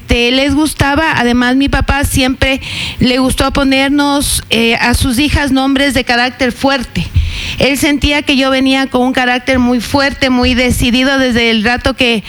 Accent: Ambato, Tungurahua, Ecuador; Yo estudié en la Universidad Católica del Ecuador, en la sede Ambato

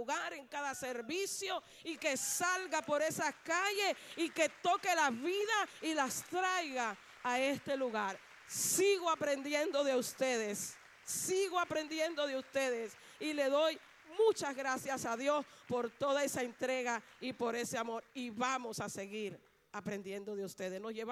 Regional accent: Cuba; para nosotros como cubanos

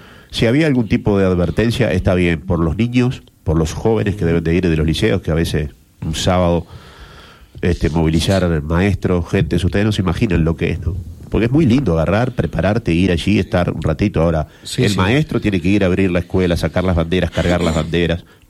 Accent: Spain; pero estoy contento porque soy español.

